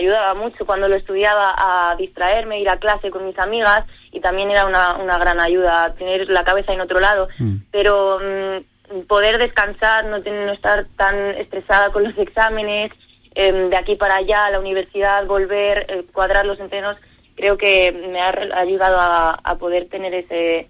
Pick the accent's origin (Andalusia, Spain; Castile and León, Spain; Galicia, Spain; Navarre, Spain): Castile and León, Spain; Medina del Campo; moved away as an adult; now in Salamanca, Spain; mis raíces están en Medina y siempre que puedo voy a visitar a mi familia o a pasar una temporada allí